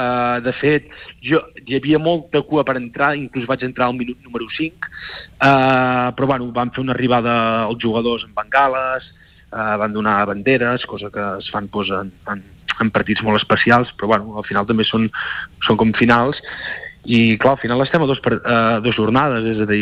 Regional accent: Girona, Catalonia, Spain; jo com a gironí, com a soci i aficionat del club, no vull que baixi

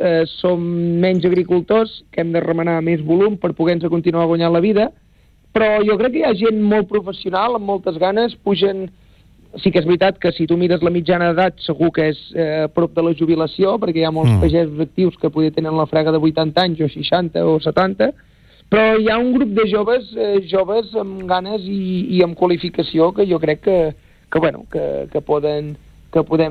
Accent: Esponellà, Catalonia, Spain; jo que sóc del municipi d'Esponellà

